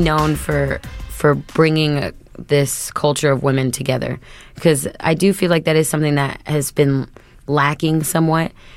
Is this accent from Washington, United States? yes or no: no; Peoria, Illinois, United States; now in Chicago, United States; I'm originally from Peoria, or Dunlap. Nobody knows where that is. And what drew me to Chicago was that there was so much diversity here and so much culture.